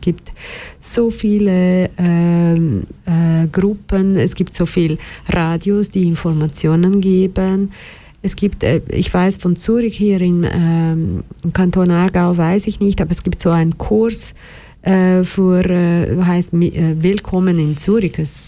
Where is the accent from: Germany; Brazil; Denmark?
Brazil; Ich bin Brasilianerin, ich liebe Tanzen und Singen und alles.